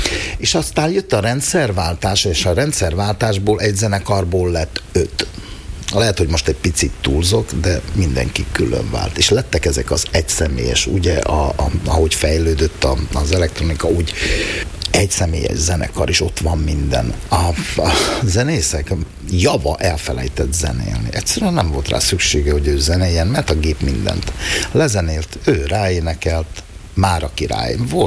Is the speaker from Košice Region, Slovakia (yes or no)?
yes; Malé Trakany, Košice Region, Slovakia; én kistárkányi származású vagyok